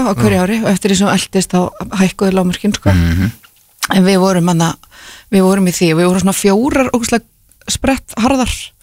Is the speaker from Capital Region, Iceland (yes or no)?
no; Grímsnes, Southern Region, Iceland; Jú, ég er úr Grímsnesinu, ég kefti fyrir HSK.